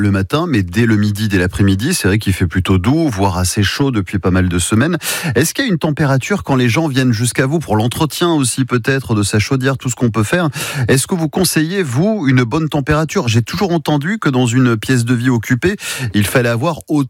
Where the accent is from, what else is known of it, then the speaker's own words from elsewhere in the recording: Mayenne, Pays de la Loire, France; chez nous en Mayenne